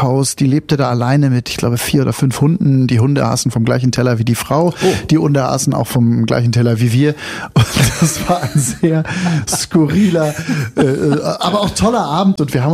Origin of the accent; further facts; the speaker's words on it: North Rhine-Westphalia, Germany; also born or lived in Berlin; now in Brandenburg, Germany; ich komme jetzt aus NRW, ne? Und da bin ich groß geworden und wenn dann die Leute sagen, ja, ich sage dann, ich lebe in Brandenburg